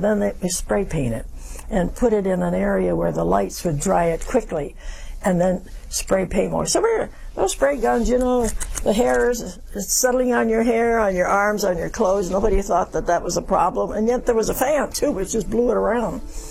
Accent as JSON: {"language": "English", "region": "West Virginia", "country": "United States", "tie": "born there", "said": "And I said, well, I was born in West Virginia."}